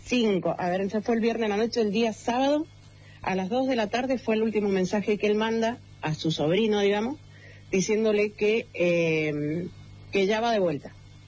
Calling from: Real del Padre, Mendoza, Argentina; Yo vivo en Real del Padre

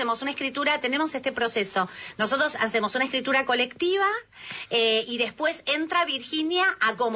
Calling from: Argentina; Todo el tiempo le mando desde Argentina, corazón, desde Argentina.

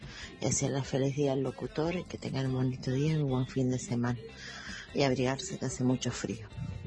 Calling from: Rincón del Atuel, Mendoza, Argentina; de acá, de Rincón de la Tuer.

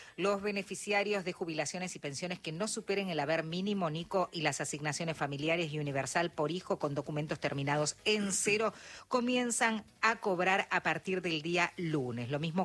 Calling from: Formosa, Argentina; Buenos días, Radio Nacional … de Formosa.

